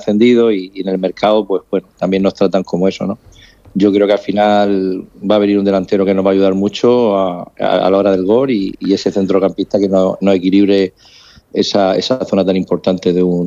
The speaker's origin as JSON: {"language": "Spanish", "country": "Spain"}